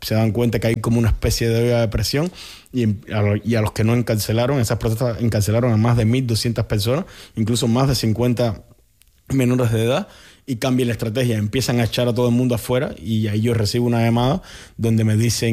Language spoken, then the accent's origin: Spanish; Cuba; como buen cubano y como te puedes dar cuenta, cuando entré a la universidad me como toda la CR, toda la CS, hablo rápido, me trastabillo.